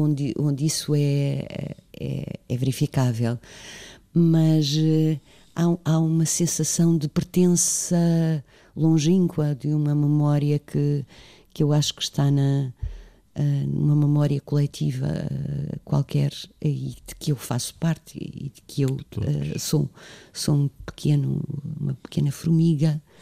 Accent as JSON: {"language": "Portuguese", "country": "Mozambique", "tie": "born there", "moved": "yes", "said": "eu, como nasci em Moçambique"}